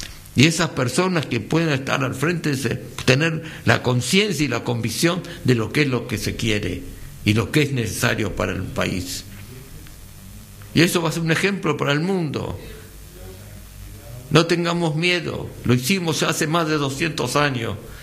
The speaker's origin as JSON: {"language": "Spanish", "country": "Argentina", "said": "lo que somos capaces los argentinos, lo que somos capaces los criollos."}